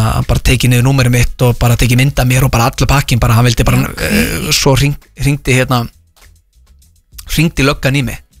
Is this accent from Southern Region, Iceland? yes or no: yes; Vestmannaeyjar, Southern Region, Iceland; moved away; ég er frá Vestmannaeyjum, ég nýfluttur upp á land